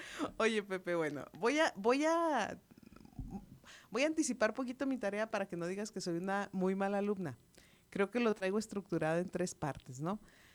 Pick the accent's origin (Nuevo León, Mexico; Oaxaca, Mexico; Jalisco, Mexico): Jalisco, Mexico; Guadalajara; Yo soy de más al sur, yo soy de la Perla Tapatía.